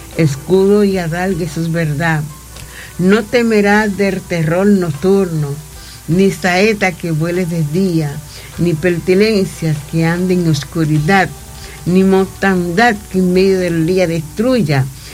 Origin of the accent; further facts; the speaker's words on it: La Altagracia, Dominican Republic; now in La Romana, Dominican Republic; Sí, mi Batey la Higuera, donde yo me nací, crié. Muchas personas preguntan, ¿dónde es ella? Pues yo soy aleluya de La Higuera.